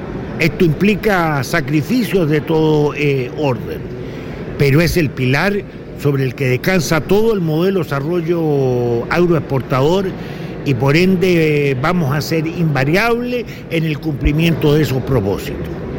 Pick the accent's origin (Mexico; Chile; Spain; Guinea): Chile; esto que los chilenos valoramos tanto